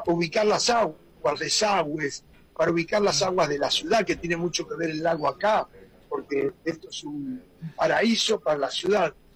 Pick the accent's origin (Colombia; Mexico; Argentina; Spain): Argentina; Buenos Aires; son años desde niño que estoy acá, siendo un porteño, uno de los pocos porteños que en esa época corría